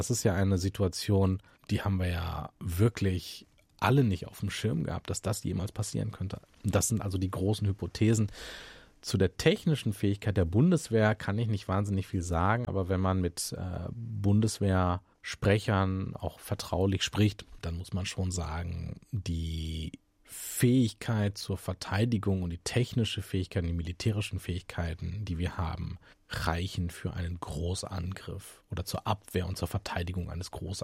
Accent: Germany; dass wir als Deutsche

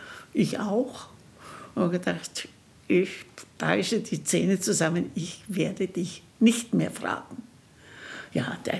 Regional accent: Munich, Bavaria, Germany; Weil ich wollte unbedingt als Münchnerin bei der Eröffnung des Nationaltheaters dabei sein.

